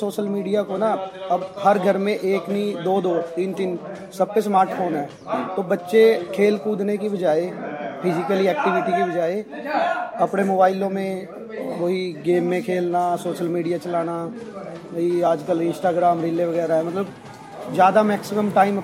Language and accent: Hindi; Teja Mohri, Haryana, India; मैं यहीं तेजा मोड़ी गांव का रहने वाला हूं